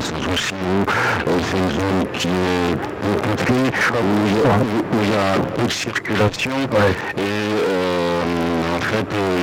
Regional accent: Occitanie, France; Moi, je suis de Gers.

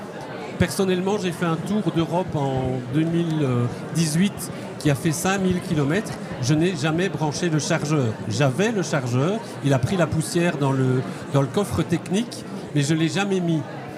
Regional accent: Belgium; Les Français, ils devaient venir en Italien. Et on est des Belges. On s'entraide.

